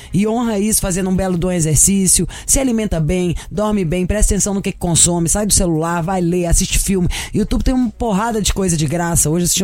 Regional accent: Minas Gerais, Brazil; Sou de Minas, onde se bebe demais.

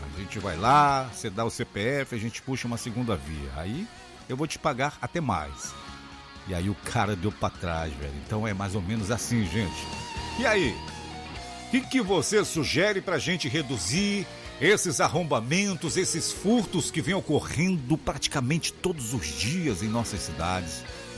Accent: Alenquer, Pará, Brazil; cumprimentando todos os nossos novos e velhos amigos da minha querida terrinha Alenquer

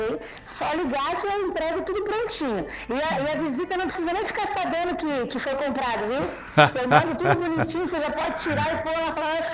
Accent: Assis Chateaubriand, Paraná, Brazil; now in Maringá, Brazil; Eu sou de Assis Chateaubriand, né? Mas eu... aí saí, já tô em. Fiquei em Maringá.

